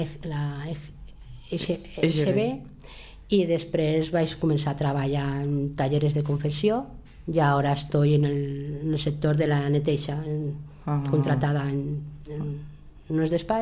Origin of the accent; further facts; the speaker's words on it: Barcelona, Catalonia, Spain; born there; first language Spanish; Catalan is a second language; also born or lived in L'Hospitalet de Llobregat; jo vaig néixer en Barcelona, en un barri, en Poblenou, en el barri de Poblenou